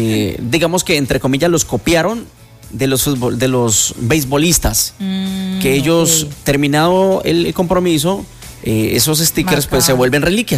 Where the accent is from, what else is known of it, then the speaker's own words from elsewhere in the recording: Colombia; yo soy más colombiano que cualquier otro